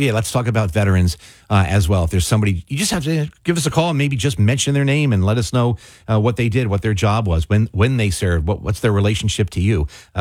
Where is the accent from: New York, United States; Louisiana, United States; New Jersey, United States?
New Jersey, United States; Mays Landing; I was in the Cub Scouts growing up in Mays Landing